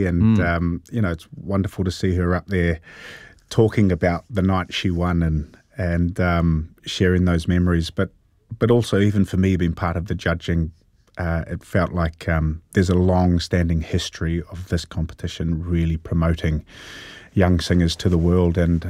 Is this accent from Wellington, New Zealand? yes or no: no; Hastings, Hawke's Bay, New Zealand; I grew up in Hastings.